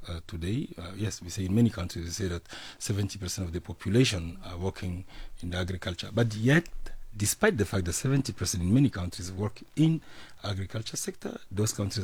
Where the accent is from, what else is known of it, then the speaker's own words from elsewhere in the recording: Chad; And in my home country, Chad